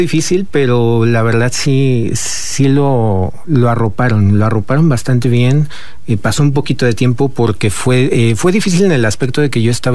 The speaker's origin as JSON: {"language": "Spanish", "region": "Querétaro", "country": "Mexico", "said": "Soy de Querétaro, así es."}